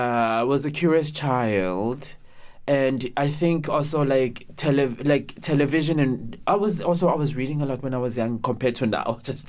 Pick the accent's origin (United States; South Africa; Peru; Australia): South Africa; Johannesburg, Gauteng; moved away as an adult; now in Austria; And I grew up in a space, Johannesburg, which formerly was known, the apartheid name was Transvaal, and which was also known as a mining place.